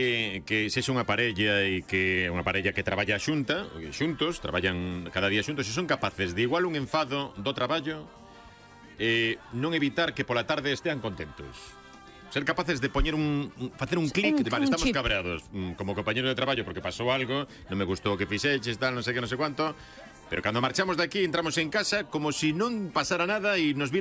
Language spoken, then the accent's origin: Galician; Fisterra, Galicia, Spain